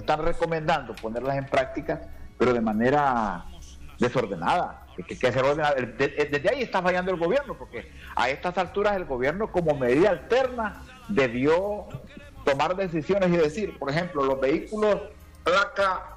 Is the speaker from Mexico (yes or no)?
no; Honduras; yo como hondureño